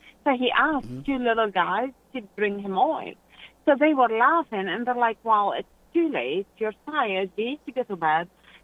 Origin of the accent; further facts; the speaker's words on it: Lebanon; now in United States; I grew up in Lebanon